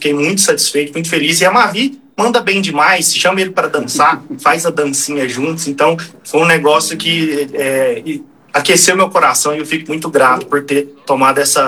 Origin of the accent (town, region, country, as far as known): Brazil